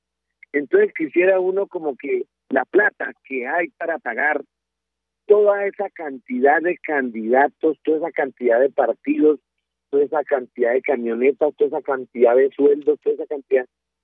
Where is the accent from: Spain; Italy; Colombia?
Colombia; Eso a uno le da tristeza también como colombiano